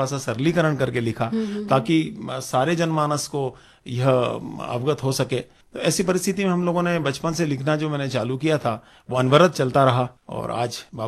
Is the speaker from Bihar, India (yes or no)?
no; Indore, Madhya Pradesh, India; क्योंकि मैं इंदौर के निवासी हूँ और मालवा क्षेत्र आपको मालूम है कि हमारी मीठी बोली के लिए बड़ा प्रसिद्ध है।